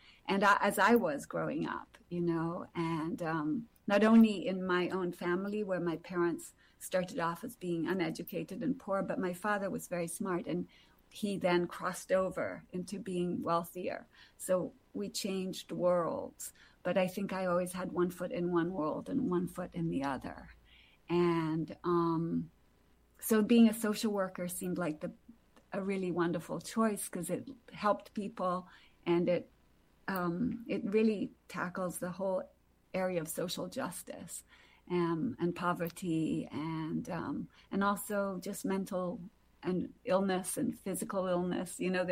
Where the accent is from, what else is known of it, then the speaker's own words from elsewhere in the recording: Brazil; moved away; growing up in Brazil, which is a country full of inequalities